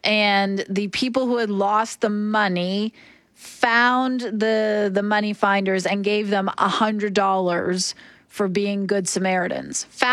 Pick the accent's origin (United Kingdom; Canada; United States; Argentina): Canada; Oshawa, Ontario; I grew up in Oshawa, which is outside Toronto.